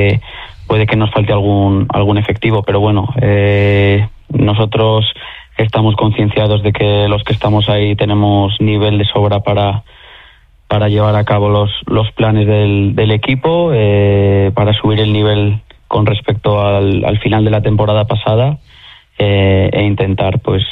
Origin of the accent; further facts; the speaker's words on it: León, Castile and León, Spain; Sí, yo creo que somos casi todos de León, ¿no?